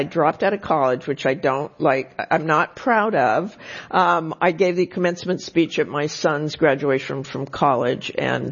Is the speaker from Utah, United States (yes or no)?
yes; Salt Lake City, Utah, United States; moved away as an adult; also born or lived in Boston; So I was raised by a single mom in Salt Lake City.